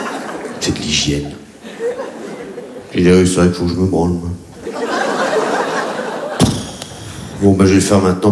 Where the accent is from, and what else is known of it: Réunion; born or raised there